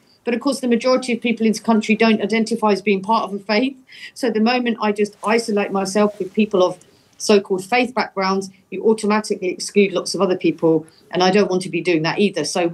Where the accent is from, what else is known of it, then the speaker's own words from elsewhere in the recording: United Kingdom; us as British Muslims